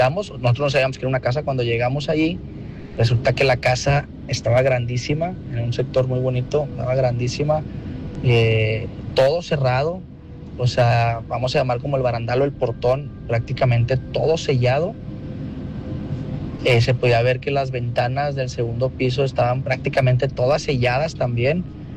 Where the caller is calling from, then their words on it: Monterrey, Nuevo León, Mexico; Yo soy de aquí de Monterrey, aquí por Avenida Leones